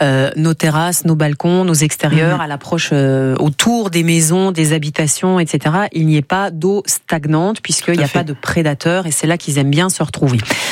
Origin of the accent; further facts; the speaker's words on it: France; Ouais, et déjà chez nous en Béarn-Bigorre depuis quelques semaines, c'est quand même très particulier.